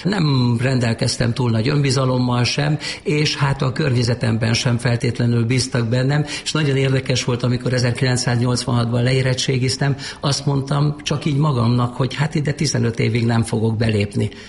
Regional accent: Máza, Baranya, Hungary; Egy kis baranyai faluban, Mázán nőttem föl, de azt mondom, hogy még ez is egy kis túlzás, mert Mázán az erdőszélen laktunk.

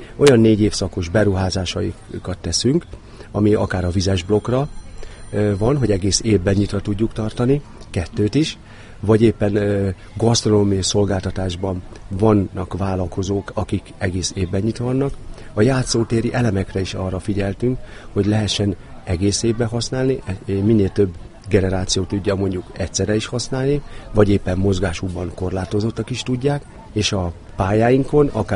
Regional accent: Vonyarcvashegy, Zala, Hungary; born there; mivel én ide születtem a Balatonra

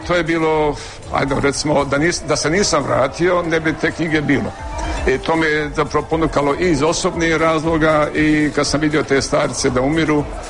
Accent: Herzegovina, Bosnia & Herzegovina; kad sam došao u moj rodni kraj, u Hercegovinu, onda sam susreo stare ljude koji su pričali o svojim križnim putevima.

